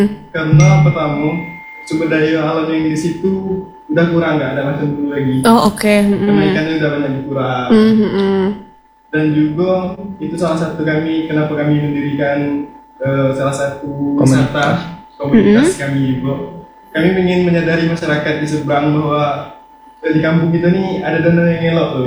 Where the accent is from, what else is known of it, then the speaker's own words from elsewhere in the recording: Danau Teluk, Jambi, Indonesia; kami ingin memperkenalkan kampung halaman kami itu di Danau Teluk itu.